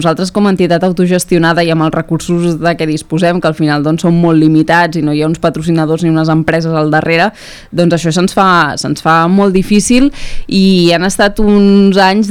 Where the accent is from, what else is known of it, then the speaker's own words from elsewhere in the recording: Argentona, Catalonia, Spain; jo sóc molt d'Argentona i per mi era una manera d'involucrar-me en el meu poble